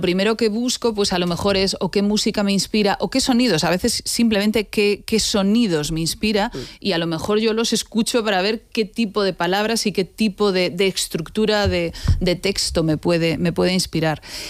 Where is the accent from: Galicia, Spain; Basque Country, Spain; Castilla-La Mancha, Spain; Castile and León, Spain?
Galicia, Spain; A Coruña; soy gallega. Gallega de A Coruña.